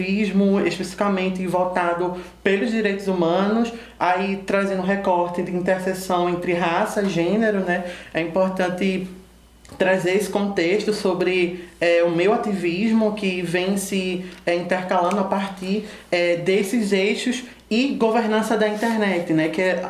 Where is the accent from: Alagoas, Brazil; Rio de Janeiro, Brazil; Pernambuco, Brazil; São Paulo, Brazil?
Pernambuco, Brazil; Recife; primeiro eu sou do Ibura. Né? Ibura é um território da Zona Sul periférico